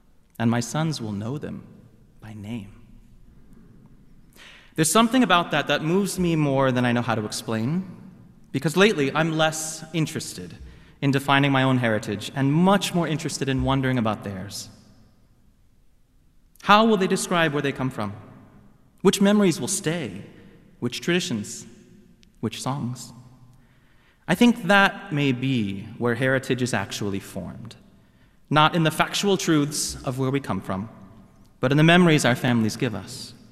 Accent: Kentucky, United States; I was born and raised in Kentucky, not the deep South.

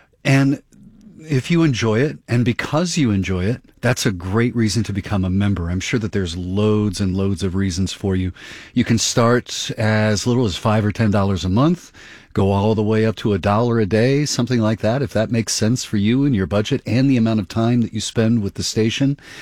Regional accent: Minnesota, United States; Annette in Maplewood near my hometown, my little stomping grounds.

